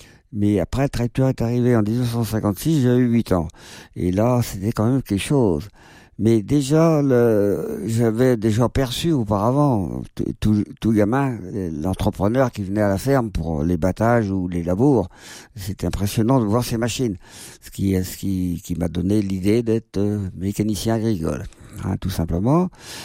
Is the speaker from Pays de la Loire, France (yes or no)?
yes; Les Herbiers, Pays de la Loire, France; Déjà, chez nous aux Herbiers, il y avait encore des bœufs, vers 68 encore, qui étaient encore utilisés.